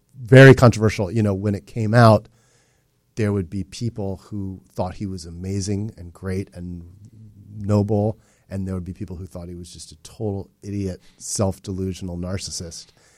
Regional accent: United States; I love America, I'm an American

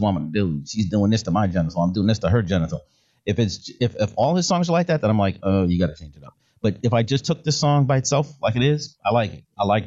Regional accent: New York City, New York, United States; I was born in Brooklyn, Crown Heights, single mom, grew up poor, predominantly black neighborhood.

